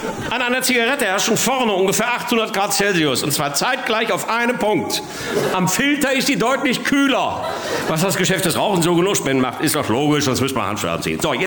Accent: North Rhine-Westphalia, Germany; ich komme aus dem Ruhrgebiet und bei uns zu Hause fangen eigentlich alle Sätze mit also an.

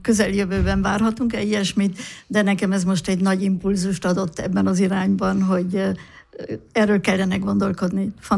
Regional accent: Vienna, Austria; mint bécsi

